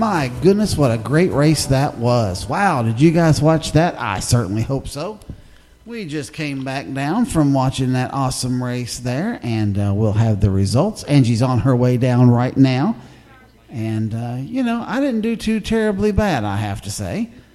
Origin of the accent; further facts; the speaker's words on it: Kentucky, United States; We're only from Kentucky. What do we know about it?